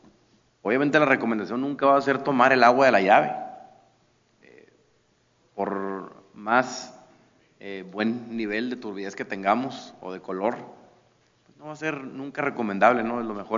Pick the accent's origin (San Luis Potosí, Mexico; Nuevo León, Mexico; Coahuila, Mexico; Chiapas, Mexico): Coahuila, Mexico